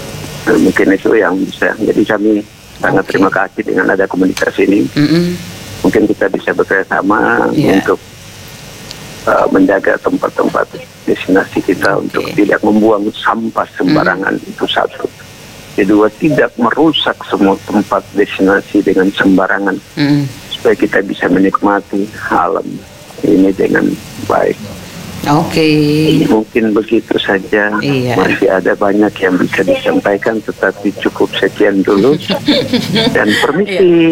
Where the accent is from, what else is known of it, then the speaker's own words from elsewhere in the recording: Jayapura, Papua, Indonesia; Saya bicara karena saya dari Jayapura, seperti Pantai Besti, Pantai Hamadi, dan beberapa tempat lain.